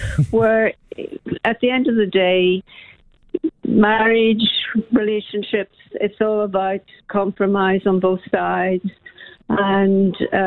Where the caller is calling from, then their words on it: Ireland; Well, I'm Irish, my husband's English, and I'm Catholic